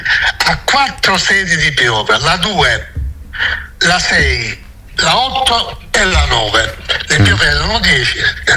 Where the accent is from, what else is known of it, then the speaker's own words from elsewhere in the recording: Sicily, Italy; io sono siciliano e amo i siciliani